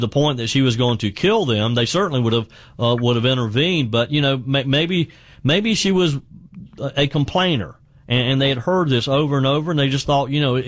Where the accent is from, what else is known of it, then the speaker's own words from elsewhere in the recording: South Carolina, United States; Let's start with Randy, who is in my home state of South Carolina.